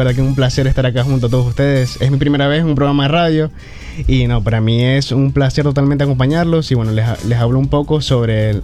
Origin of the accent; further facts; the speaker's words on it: Zulia, Venezuela; nuestro queridísimo estado Zulia